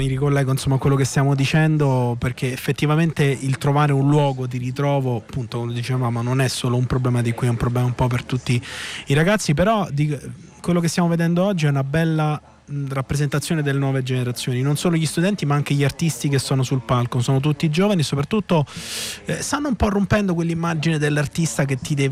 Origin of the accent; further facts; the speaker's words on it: Rome, Lazio, Italy; io gliel'hanno detto chiaramente napoletano, io sono romano quindi non lo riesco a fare bene